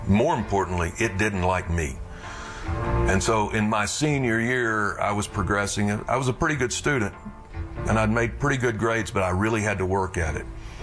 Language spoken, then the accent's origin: English; Memphis, Tennessee, United States; And this one was in, this portion was in Memphis, Tennessee, my hometown.